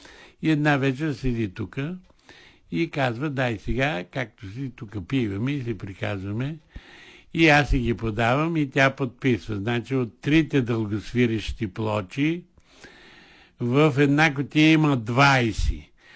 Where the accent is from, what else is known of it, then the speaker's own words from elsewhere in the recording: Haskovo Province, Bulgaria; Тя от Татарево, аз съм от Петелово. Значи, като тръгнеш от моето село, се минава Караманци, Пахиево